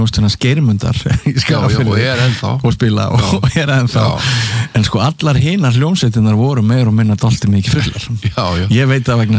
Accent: Iceland; það er sko, ég er að norðan

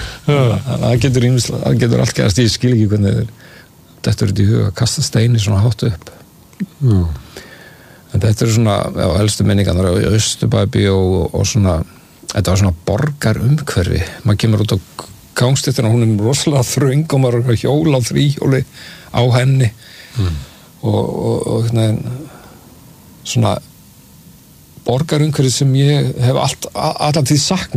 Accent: Reykjavík, Capital Region, Iceland; síðan elst ég þannig upp á Njálskutu 87 sem eru hotnir á Snorrabrautan Njálskutu

